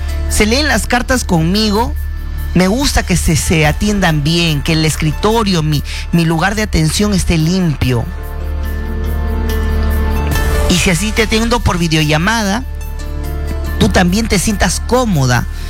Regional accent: Chiclayo, Lambayeque, Peru; moved away; he estado en mi tierra, en Chiclayo.

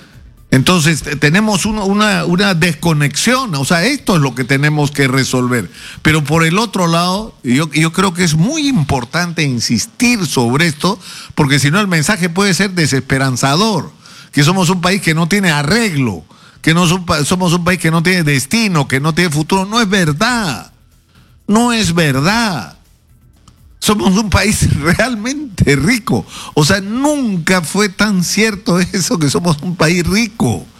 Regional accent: Peru

